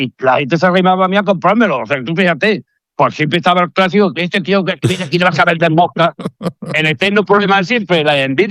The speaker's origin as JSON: {"language": "Spanish", "town": "Córdoba", "region": "Andalusia", "country": "Spain", "said": "Soy andaluz, soy cordobés"}